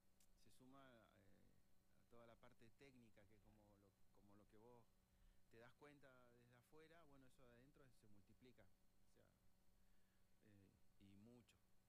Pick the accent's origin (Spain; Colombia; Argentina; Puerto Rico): Argentina; Patagonia; quién me va a dar bola si soy de la Patagonia